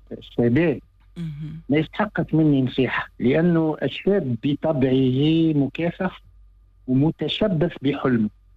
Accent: Tunisia; أنا سعيد بإني تونسي وفرحان بإني تونسي، وبإنه هويتي تونسية، وإنه بلادي تونس

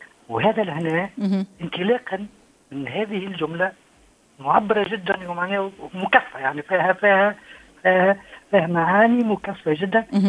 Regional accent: Mateur, Bizerte Governorate, Tunisia; أنا مش من القصرين، أنا من مصر، أنا بجاوي من مصر.

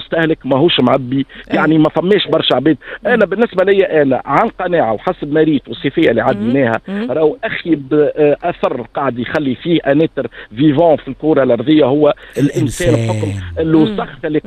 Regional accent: Tunisia; احنا كتوانسه

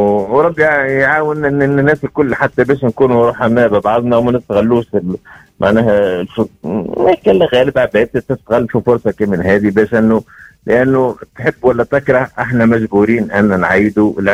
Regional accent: Tunisia

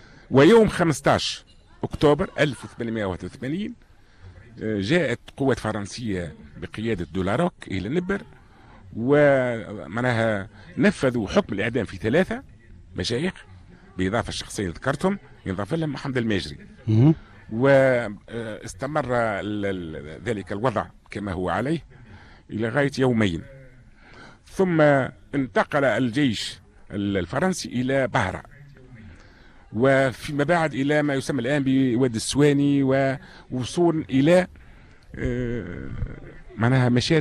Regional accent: Tunisia; قدموا أرواحهم معناها لنا كتونسيين، حتى ننعم بالاستقلال اليوم وننعم بخيرة تونس

